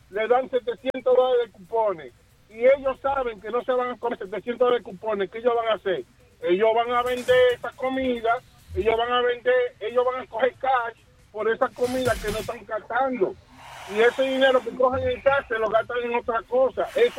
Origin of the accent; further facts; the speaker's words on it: Dominican Republic; now in United States; somos dominicanos